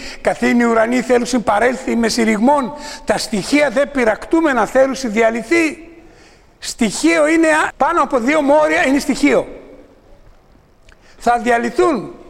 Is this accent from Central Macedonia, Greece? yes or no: yes; Thessaloniki, Central Macedonia, Greece; born there; Εγώ εκεί που γεννήθηκα, στη Θεσσαλονίκη. Δημότης Θεσσαλονίκης.